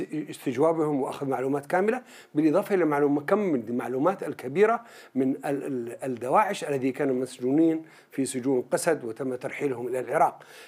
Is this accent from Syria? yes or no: yes; Syria; لدينا كسوريين